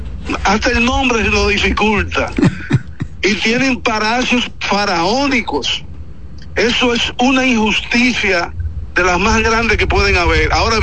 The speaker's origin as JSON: {"language": "Spanish", "country": "Dominican Republic", "said": "todos como buenos dominicanos estuvimos unidos"}